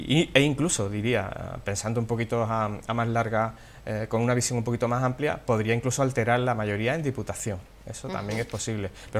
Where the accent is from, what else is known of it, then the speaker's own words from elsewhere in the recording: Jerez de la Frontera, Andalusia, Spain; moved away as an adult; also born or lived in Madrid; cuando yo decía que era de Jerez